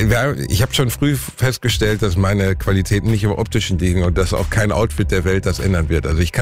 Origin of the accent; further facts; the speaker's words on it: Gelsenkirchen, North Rhine-Westphalia, Germany; born there; Ich bin in Schalke geboren